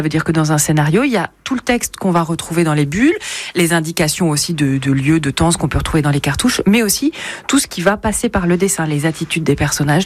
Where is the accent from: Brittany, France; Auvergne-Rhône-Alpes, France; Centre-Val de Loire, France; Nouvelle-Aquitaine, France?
Centre-Val de Loire, France; Orléans; born there; also born or lived in Paris; now in Morbihan, France; moi je suis née au bord de la Loire parce que je suis née à Orléans, ouais. Mais depuis une dizaine d'années, je vis au sud du Morbihan, au vert et pas loin de l'eau.